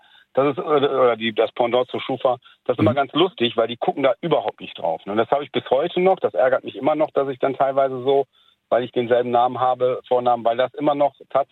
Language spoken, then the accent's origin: German; Serbia; Ich bin selber Serbe und es gibt also serbischstämmig